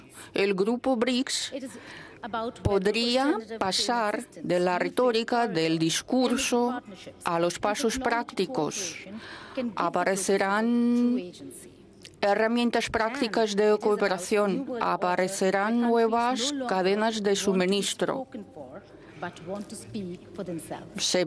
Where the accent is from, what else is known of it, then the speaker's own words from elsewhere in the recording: India; yo, siendo moderadora y provengo de la India, hemos agregado unas especies de la India